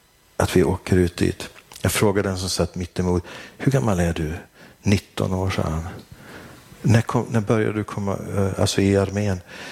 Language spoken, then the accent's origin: Swedish; Sweden; jag är präst från Sverige.